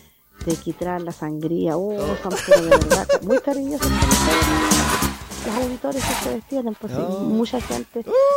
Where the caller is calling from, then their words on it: Rauquén, Maule, Chile; de acá de Rauquén.